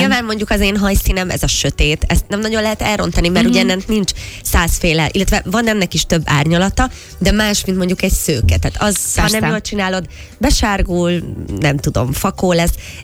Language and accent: Hungarian; Budapest, Hungary; born there; ugye én ott születtem a 18. kerületben